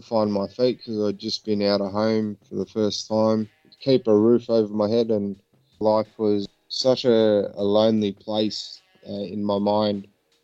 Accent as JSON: {"language": "English", "town": "Sydney", "region": "New South Wales", "country": "Australia", "tie": "born or raised there", "said": "I was born in Sydney, Australia. Yeah, the inner west of Sydney is where I'm born and raised, and have a lot of strong connections with the people and the community. It's been my home for the last 41 years."}